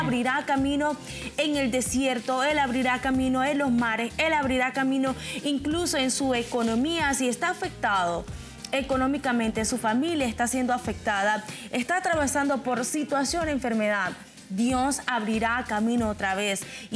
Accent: Panama; aún nuestro Panamá puede decir que es un país totalmente libre

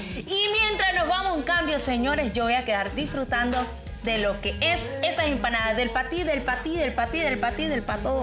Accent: Panama; nuestra identidad como panameños, como colonenses, como afro.

